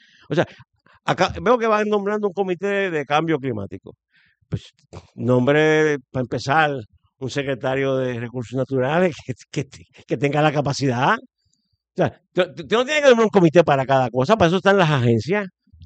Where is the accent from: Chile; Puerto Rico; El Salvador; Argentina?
Puerto Rico; also born or lived in Boston; Yo soy puertorriqueño, al año estaba aquí, me he criado aquí, he vivido aquí